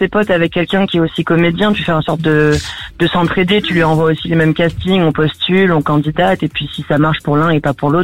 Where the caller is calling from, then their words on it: Paris, Île-de-France, France; je viens de Paris.